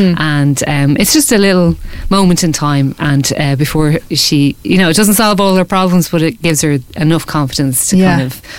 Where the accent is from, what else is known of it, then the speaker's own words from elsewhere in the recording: Ballinteer, Leinster, Ireland; also born or lived in Dundrum; So he knew a lot of retailers in where we grew up in Ballinteer and in Dundrum and kind of surrounding areas